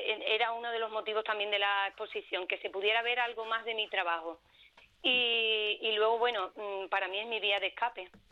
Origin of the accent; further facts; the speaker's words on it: Almendralejo, Extremadura, Spain; la primera vez que la inauguré fue aquí en mi pueblo, en Almendralejo, un 8 de marzo